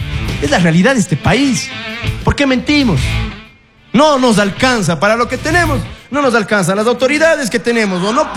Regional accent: Ecuador; soy ecuatoriano

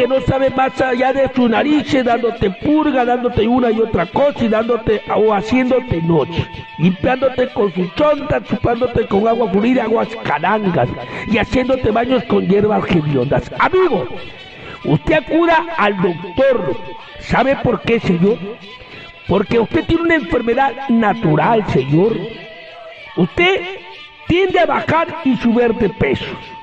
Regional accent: Cayaris, Peru; Le escucho por radio Unión Andina. Yo soy de Cayaris.

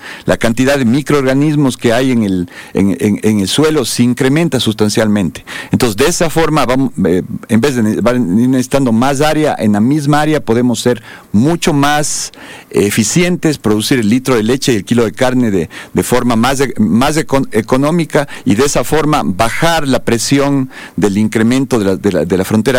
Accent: Cuenca, Azuay, Ecuador; also born or lived in Quito; nací en Cuenca, aquí en la Clínica Vega, en la calle Bolívar, viví toda. Luego he estado entre Quito y Cuenca

